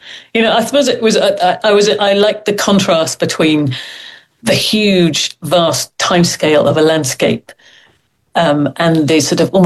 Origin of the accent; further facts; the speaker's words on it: United Kingdom; accent: very British; moved away; also born or lived in Coleraine, Northern Ireland; I'm not Irish enough. You know, I could hear myself in my very British accent